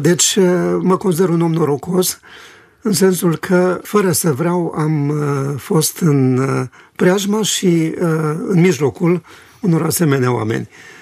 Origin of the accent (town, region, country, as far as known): Romania